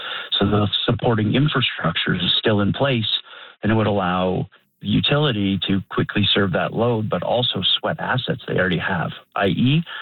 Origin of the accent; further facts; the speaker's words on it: New Brunswick, Canada; now in Ottawa, Canada; It's my home. I grew up here in New Brunswick. I live in Ottawa, I'll be fair and disclose that.